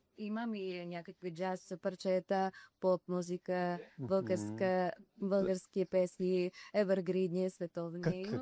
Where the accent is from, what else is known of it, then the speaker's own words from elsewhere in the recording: Hlavan, Odesa Oblast, Ukraine; now in Sozopol, Bulgaria; Защото съм бесарабска българка, да, от Украина, цело Главан.